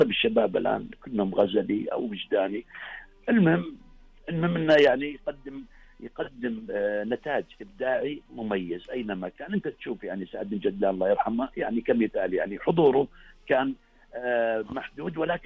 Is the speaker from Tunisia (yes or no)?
no; Saudi Arabia; احنا كشعراء سعوديين